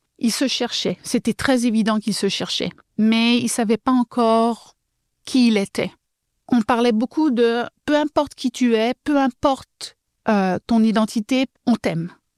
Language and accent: French; France; moved away as an adult; now in Canada; Moi, je viens de la France, j'ai jamais connu cette diversité-là. Mais quand je suis arrivée au Canada